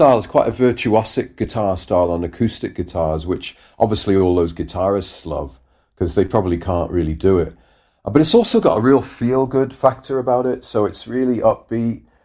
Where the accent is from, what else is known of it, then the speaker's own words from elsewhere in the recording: England, United Kingdom; And I'm English, obviously. My parents are English and they were musicians.